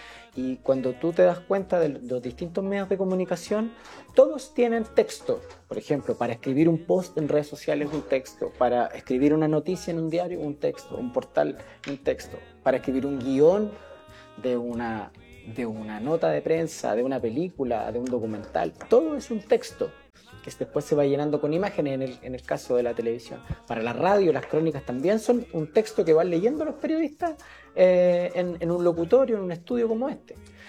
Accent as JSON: {"language": "Spanish", "town": "Tomé", "region": "Biobío", "country": "Chile", "tie": "born or raised there", "said": "Yo soy tomecino, nacido y criado aquí. Entiendo que en el hospital de Tomé. y toda mi vida la viví en el barrio en Bellavista, en la República Independiente de Bellavista."}